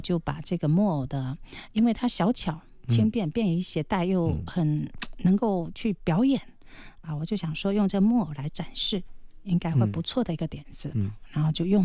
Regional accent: Jinjiang, Fujian, China; born or raised there

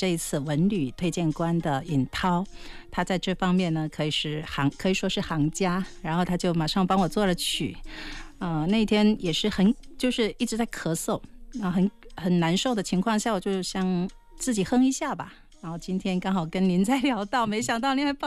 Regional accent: Jinjiang, Fujian, China; 虽然说是土生土长的英林人，但是说到回自己的家乡户厝安，其实怎么说呢，因为我的家人都在外面，所以很多年了都没有回去

